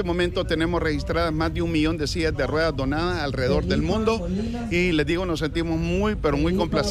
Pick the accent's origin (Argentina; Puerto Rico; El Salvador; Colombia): El Salvador; Nosotros somos los Rotarios de San Salvador Noroeste